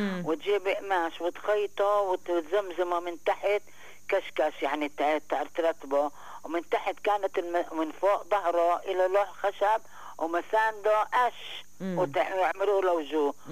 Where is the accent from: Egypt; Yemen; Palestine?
Palestine; moved away; هذا هو التراث الاصلي اللي بيميزنا ان احنا فلسطينية. واحنا كنا بالداخل، واحنا ان بيوتنا، واحنا ان اراضينا، وخرجنا منها مش برضاية خاطرنا.